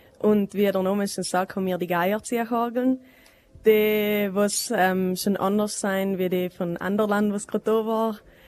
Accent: Nals, Trentino-Alto Adige, Italy; wir sind aus Nals, das ist ein kleines Dorf in der Mitte von Bozen und Meran.

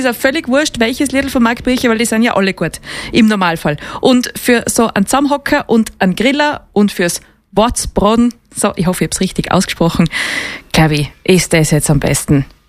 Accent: Tyrol, Austria; muss ich natürlich übersetzen als Tirolerin.

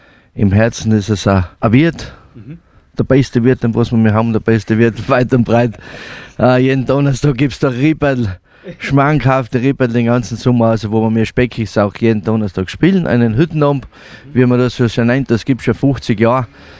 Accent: St. Peter am Kammersberg, Styria, Austria; Wir sind aus dem schönen Bezirk Mura, genau gesagt aus St. Peter am Kammersberg. Das grünste Herz von der Steiermark, St. Peter am Kammersberg, am Fuße des Kreimes. Der Kreim ist weit unbekannt. Da sind wir her. Ja, schöne Gegend, schöne Leute, kulinarisch gut aufgestellt

